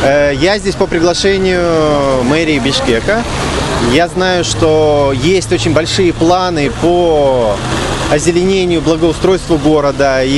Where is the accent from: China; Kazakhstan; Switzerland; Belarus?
Kazakhstan; Almaty; Я из Алматы.